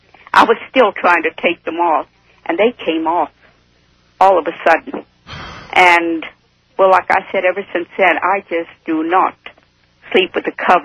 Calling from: Bakersfield, California, United States; from Bakersfield.

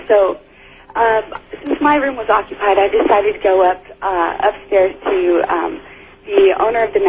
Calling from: Colorado, United States; from Colorado.

